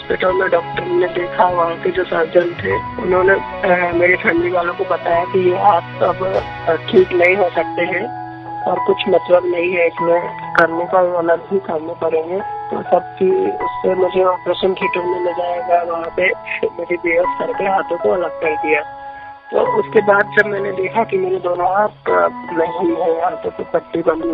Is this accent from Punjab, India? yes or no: no; Madhya Pradesh, India; मैं एमपी से हूँ और अपने 12वीं के पेपर देकर हरियाणा अपने फैमिली के पास गया था।